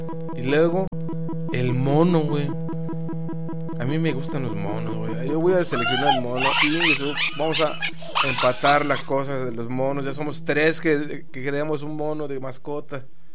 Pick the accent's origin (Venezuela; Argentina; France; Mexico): Mexico; Si hablo como mexicano, güey.